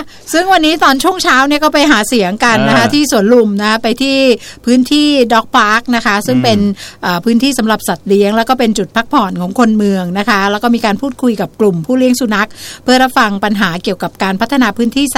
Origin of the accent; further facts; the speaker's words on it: Bangkok, Thailand; born there; เจริญกรุง85ไม่อยากจะบอกว่าเป็นถิ่นกำเนิดดิฉัน